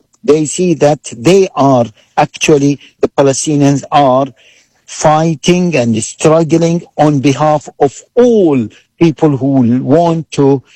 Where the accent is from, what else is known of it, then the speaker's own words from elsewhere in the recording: United Kingdom; I am from Britain, in Europe, and in particular countries like South Africa.